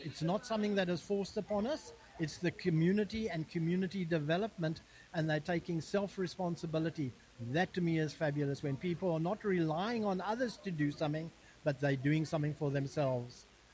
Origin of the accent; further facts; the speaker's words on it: Stalybridge, North West England, United Kingdom; Hi there. I'm from Stalybridge, and we work from St. George's Church on a Tuesday from 9 o'clock in the morning till 1.